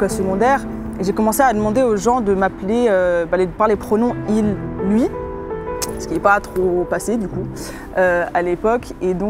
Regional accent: England, United Kingdom; born or raised there; also born or lived in Switzerland

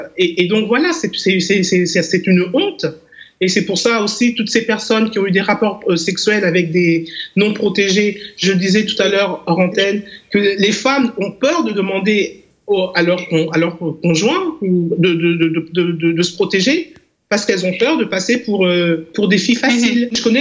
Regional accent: DR Congo; ici chez nous en RDC

